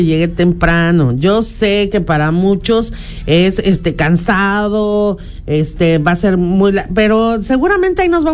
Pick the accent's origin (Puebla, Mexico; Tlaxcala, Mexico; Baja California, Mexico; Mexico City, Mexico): Puebla, Mexico; San Andrés Cholula; Mi terruño.